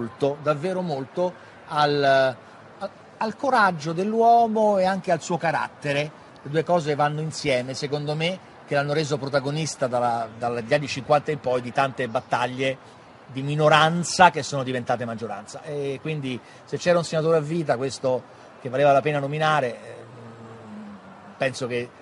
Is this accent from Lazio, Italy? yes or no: yes; Rome, Lazio, Italy; io sono nato nel 71. Sono nato nel 71 a Trastevere, a 400 metri da via Garibaldi o da Ponte Garibaldi